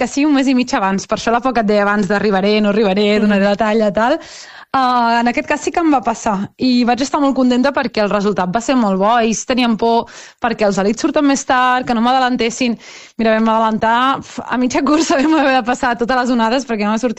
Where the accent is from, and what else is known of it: Vilassar de Mar, Catalonia, Spain